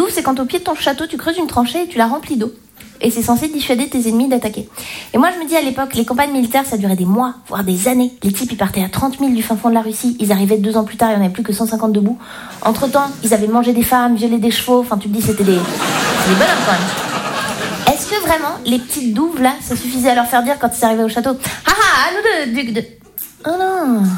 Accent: Romandy, Switzerland

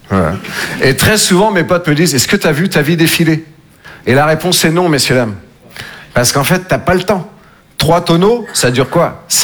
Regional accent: Nouvelle-Aquitaine, France; Moi, je viens des Deux-Sèvres. Je sais pas si vous connaissez. Entre la Vienne et la Vendée.

